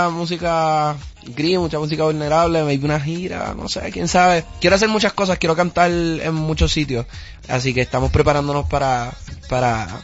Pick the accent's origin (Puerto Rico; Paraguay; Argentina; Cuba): Puerto Rico; now in Mexico; Estoy en México. Estoy en México. Pero soy boricua